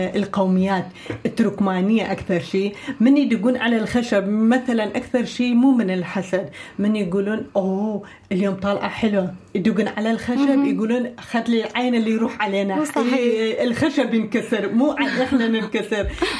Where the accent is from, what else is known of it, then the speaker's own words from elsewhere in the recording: Kurdistan Region, Iraq; ببلدنا بالعراق وأنا بالحكم أنا كردية